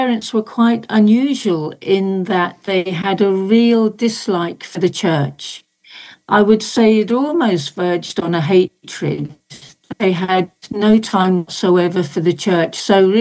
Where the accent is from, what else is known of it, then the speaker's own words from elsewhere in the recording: East of England, United Kingdom; moved away as an adult; also born or lived in Liverpool; now in Reading, United Kingdom; I was born near Liverpool and I grew up in East Anglia. So I spent most of my childhood in East Anglia. Until the age of 18, when I left for London.